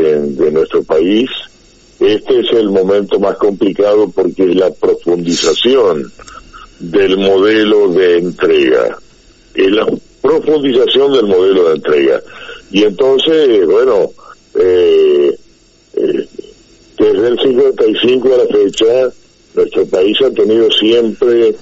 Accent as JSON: {"language": "Spanish", "country": "Argentina", "said": "quién realmente de los que vivimos en esta parte ya nos sentimos argentinos"}